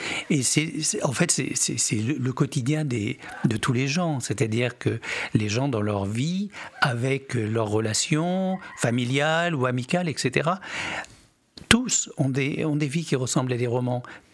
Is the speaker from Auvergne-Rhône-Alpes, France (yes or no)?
no; Nouvelle-Aquitaine, France; parce que Le fils de Lise Alberti se déroule en Charente. Pourquoi en Charente? Parce qu'en fait, c'est ma terre natale.